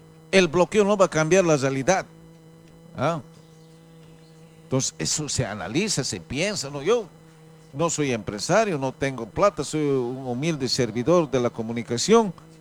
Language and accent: Spanish; Bolivia; Yo estoy como ciudadano boliviano